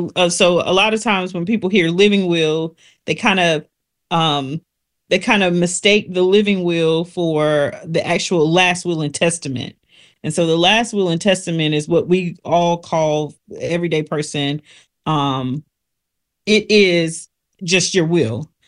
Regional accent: South Carolina, United States; North Carolina, unlike our state down south, I'm from South Carolina, doesn't recognize common law marriage.

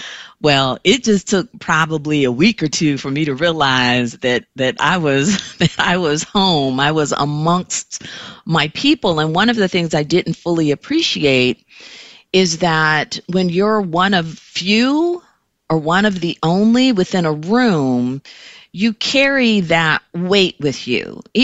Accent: Lake Elsinore, California, United States; moved away as an adult; I grew up in Lake Elsinore for the most part, and it's a small town between San Diego and LA, predominantly white. I was like maybe one of four black kids who graduated out of a class of maybe 150

